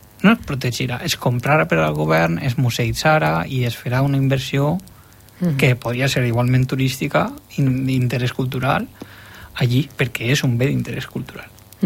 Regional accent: Gandia, Valencian Community, Spain; per a mi, per exemple, que jo soc de Gandia, Alfauir és Ausias Marc

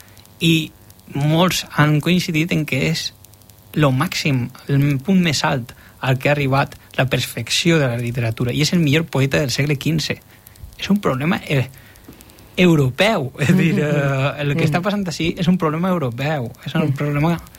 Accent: Gandia, Valencian Community, Spain; per a mi, per exemple, que jo soc de Gandia, Alfauir és Ausias Marc

